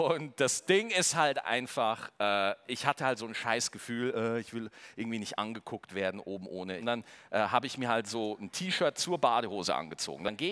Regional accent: Bavaria, Germany; ich komme aus Niederbayern und da wird der Dialekt so vorne mit den Lippen noch so geformt.

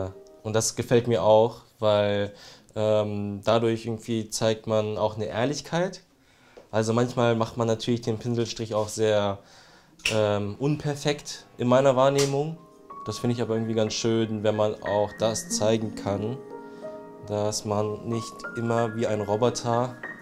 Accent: Düsseldorf, North Rhine-Westphalia, Germany; Ich bin in Düsseldorf ja aufgewachsen, also geboren und aufgewachsen und habe selber ja nie in Japan gewohnt oder gelebt.

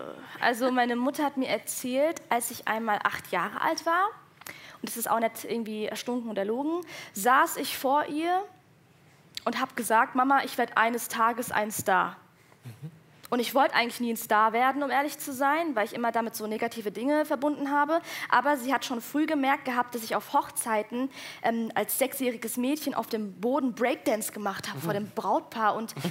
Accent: Hesse, Germany; accent: Hessian; meinen hessischen Dialekt

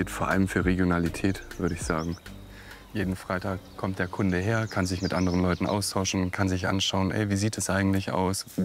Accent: Hanover, Lower Saxony, Germany; Ja, das trifft auf mich auf jeden Fall zu. Ich komme eigentlich aus Hannover.

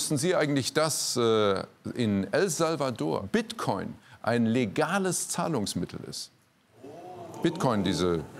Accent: Leipzig, Saxony, Germany; Hast in meiner Heimatstadt Leipzig studiert.

